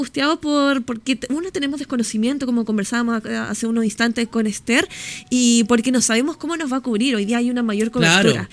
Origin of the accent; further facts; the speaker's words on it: Chile; lo vamos a respetar mucho más como chilenos